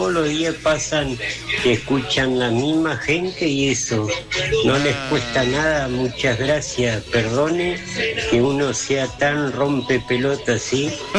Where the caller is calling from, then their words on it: Macachín, La Pampa, Argentina; vivo en Macachina, Pampa